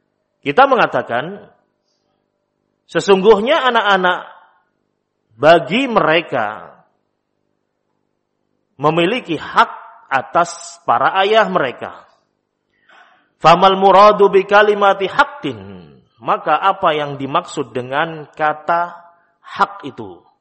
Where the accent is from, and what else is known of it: Java, Indonesia